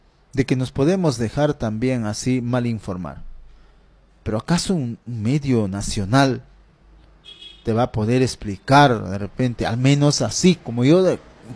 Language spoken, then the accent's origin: Spanish; Ricrán, Junín, Peru; yo soy de un del perteneciente a la provincia de Jauja, un distrito humilde pero de gran corazón llamado Ricrán y su centro poblado Tambillo. De ahí soy yo, donde se cultiva la papa en grandes cantidades, las ganaderías de entre vacunos y ovinos y muchos emprendedores más